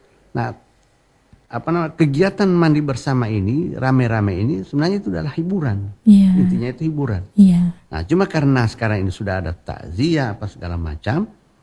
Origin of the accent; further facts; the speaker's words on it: Gorontalo, Indonesia; Karena itu adalah kearifan lokal kita. Merupakan identitas kesukuan kita sebagai orang Gorontalo.